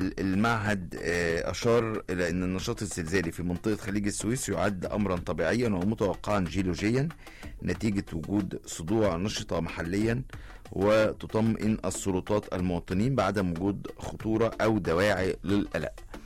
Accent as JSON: {"language": "Arabic", "country": "Egypt", "said": "احنا دايما كمصريين"}